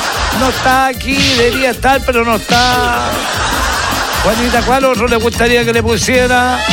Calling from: Pichidegua, O'Higgins, Chile

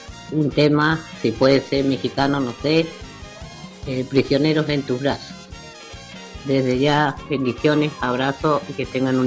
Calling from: Comodoro Rivadavia, Chubut, Argentina; yo soy de Comodoro, Rivadavia.

